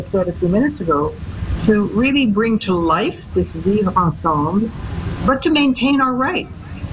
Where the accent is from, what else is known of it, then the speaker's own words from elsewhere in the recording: Quebec, Canada; we, as English-speaking Quebecers who are here